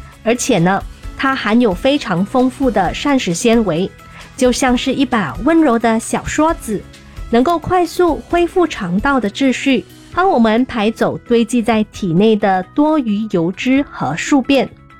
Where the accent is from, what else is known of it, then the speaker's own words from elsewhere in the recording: Malaysia; 我们大马人